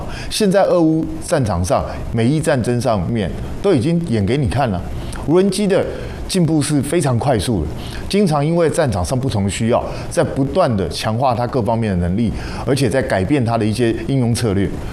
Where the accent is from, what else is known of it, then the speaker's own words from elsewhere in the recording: Taiwan; 所以我们台湾这边必须要赶快编预算。